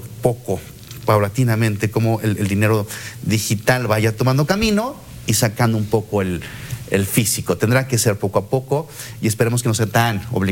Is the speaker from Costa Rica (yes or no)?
no; Mexico; De los países más altos que tenemos smartphones somos los mexicanos.